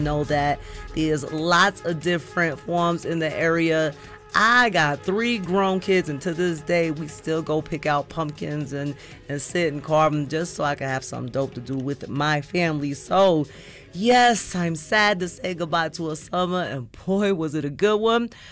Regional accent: New York, United States; now in Denver, United States; As a New Yorker

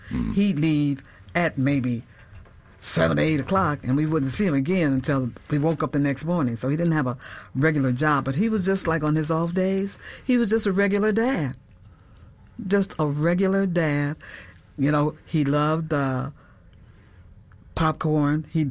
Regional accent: Detroit, Michigan, United States; moved away as an adult; also born or lived in California; I left Detroit. I was born and raised in Detroit.

